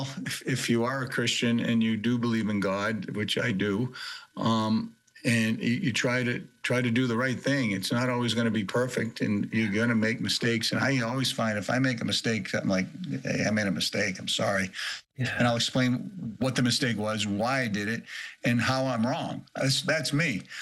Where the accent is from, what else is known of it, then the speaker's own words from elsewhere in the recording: Rye, United States; my hometown of Rye